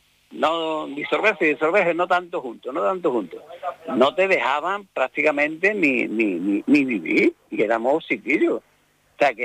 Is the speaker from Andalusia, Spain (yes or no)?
yes; Andalusia, Spain; yo me acuerdo en mi pueblo está separado de Sevilla, unos 8 o 9 kilómetros, yo me acuerdo que en mi pueblo no había, en aquellos tiempos